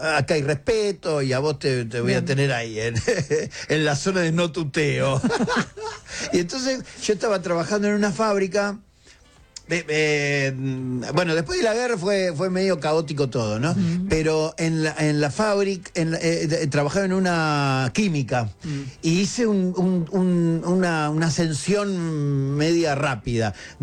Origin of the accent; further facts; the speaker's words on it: Munro, Buenos Aires Province, Argentina; En cuarto y quinto año del Esteban Echeverría de Munro, porque yo soy de Munro